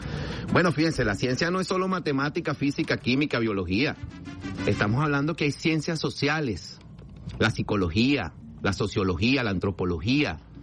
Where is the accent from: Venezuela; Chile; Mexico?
Venezuela; como latinos, como seres humanos, como venezolanos.